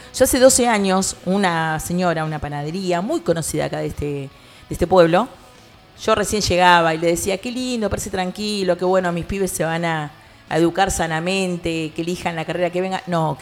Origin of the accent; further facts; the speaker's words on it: Argentina; entendamos como argentinos